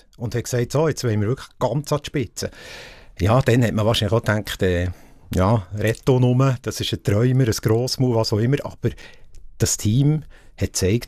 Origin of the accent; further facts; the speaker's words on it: Switzerland; Wir tun die Schweizer, wir sind Schweizer, wir müssen unsere Werte leben